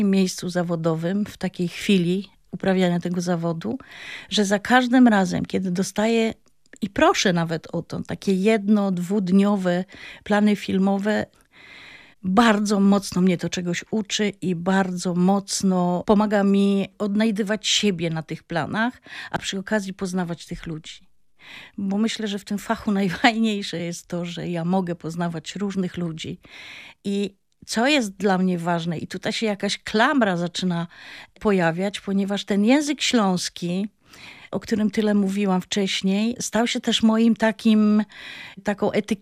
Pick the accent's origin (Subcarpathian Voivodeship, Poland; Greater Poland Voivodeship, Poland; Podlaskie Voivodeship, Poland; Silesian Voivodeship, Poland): Silesian Voivodeship, Poland; accent: Silesian; first language Silesian; Polish is a second language; my Ślązacy. Czasami mam wrażenie, że być Ślązaczką było dla mnie bardzo trudne, ale wydaje mi się, że stało się to moją siłą.